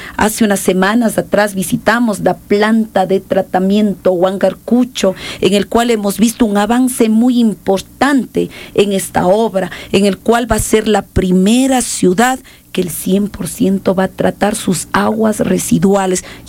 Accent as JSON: {"language": "Spanish", "town": "Sayausí", "region": "Azuay", "country": "Ecuador", "said": "Y yo soy parte de Sayaucí, donde nace el Cajas, nace las lagunas y nace el agua."}